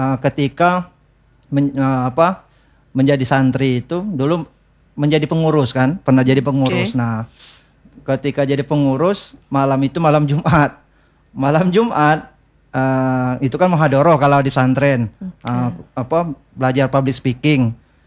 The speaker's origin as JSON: {"language": "Indonesian", "region": "Bengkulu", "country": "Indonesia", "moved": "yes", "said": "Aslinya orang Bengkulu Utara, di Kertapati, Air Besi, Bengkulu Utara."}